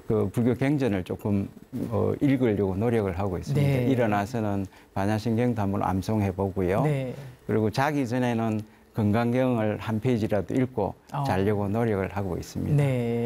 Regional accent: Hapcheon, South Gyeongsang, South Korea; 제 고향이 합천입니다. 경남 합천인데

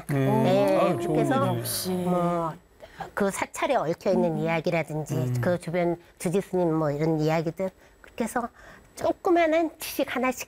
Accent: Busan, South Korea; 친정이 부산이라서 말씀 잘못하실 수 있어요.

